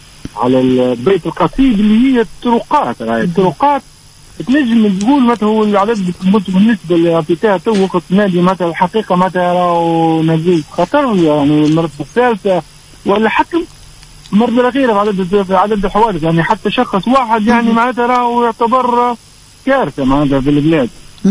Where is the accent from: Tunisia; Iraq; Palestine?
Tunisia